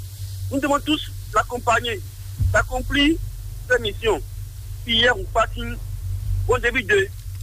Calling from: Cotonou, Littoral, Benin; Je vous appelle depuis Paris, à Cotonou.

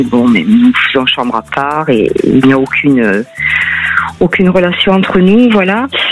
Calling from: Occitanie, France; Du Zest, dans le Gard.

